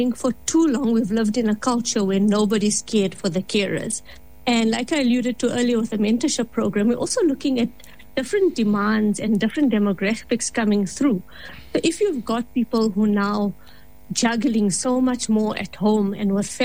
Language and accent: English; South Africa; as South African healthcare professionals, and more importantly as Muslim healthcare professionals